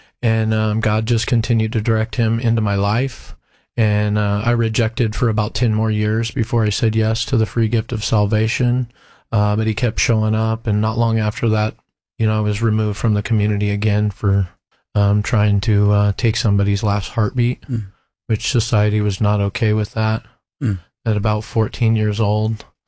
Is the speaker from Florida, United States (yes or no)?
no; Salem, Oregon, United States; Yeah, so I was born and raised in Salem, Oregon.